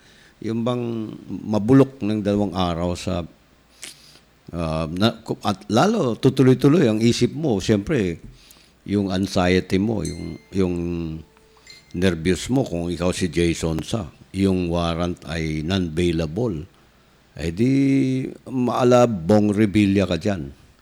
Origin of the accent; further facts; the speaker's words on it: Davao, Davao Region, Philippines; Pero sa amin sa Davao, ang tawag namin kabataang mugbo.